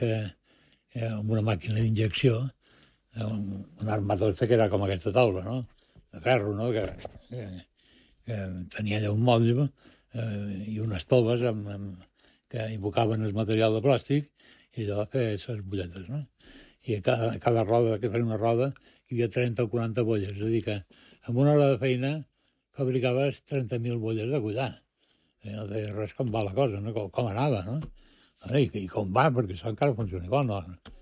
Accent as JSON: {"language": "Catalan", "region": "Balearic Islands", "country": "Spain", "tie": "born or raised there", "also_born_or_lived": "Madrid", "said": "arribar a Menorca que tenia 10 anys. Ja en tenc 73, ja m'ho diràs tu, si no som menorquins, no sé què som."}